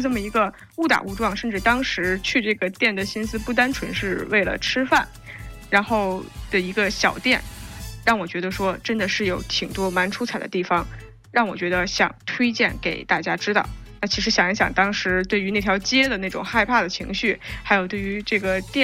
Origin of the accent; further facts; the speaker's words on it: northern China, China; 因为我是北方人嘛